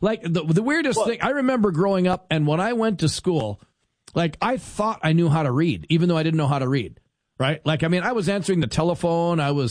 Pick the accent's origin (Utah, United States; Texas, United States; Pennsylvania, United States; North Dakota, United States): North Dakota, United States; Fargo; But I grew up in Fargo, North Dakota.